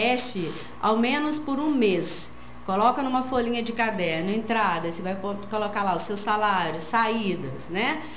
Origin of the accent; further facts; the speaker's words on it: Formoso, Brazil; eu sou da zona rural, para quem não sabe, né? Sou de Formoso. E eu cresci vendo a minha avó fazer isso.